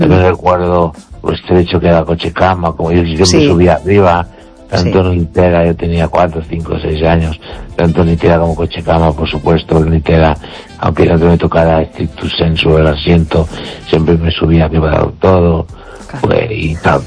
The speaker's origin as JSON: {"language": "Spanish", "region": "Galicia", "country": "Spain", "tie": "born or raised there", "said": "Y mi pueblo está a unos 9 kilómetros o 8 de Los Peares. De la montaña. Y entonces bajábamos en Los Peares."}